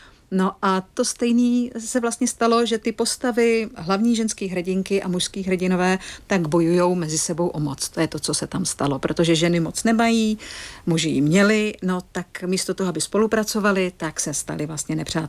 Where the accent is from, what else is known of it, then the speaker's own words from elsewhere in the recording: Klatovy, Plzeň Region, Czechia; Anglicky, německy jsem měla němčinu naposlouchanou, protože jsem vyrostla v Klatovech.